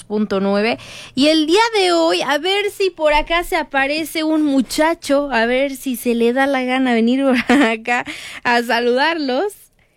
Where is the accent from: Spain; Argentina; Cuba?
Cuba; Efectivamente, soy cubana.